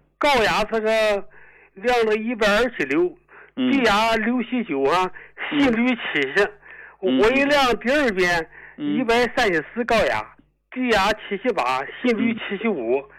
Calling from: Yantai, Shandong, China; 我是烟台的。

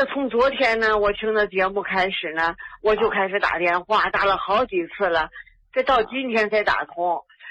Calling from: Shenyang, Liaoning, China; 我们沈阳这边还有名额没有啊？

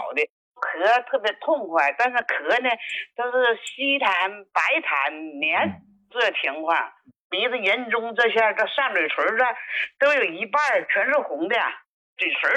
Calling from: Shenyang, Liaoning, China; 我是沈阳的。我今年90岁。

